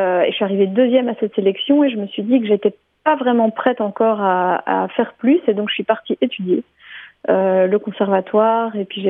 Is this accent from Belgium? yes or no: yes; Brussels, Belgium; Et je viens de Bruxelles. Je suis basée à Bruxelles, même si pour l'instant je suis pas mal ailleurs.